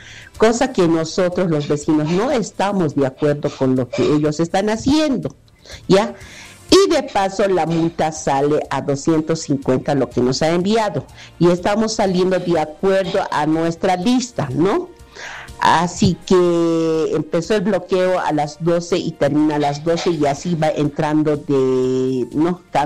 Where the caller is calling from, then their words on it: Bolivia; Soy una vecina de Canuma.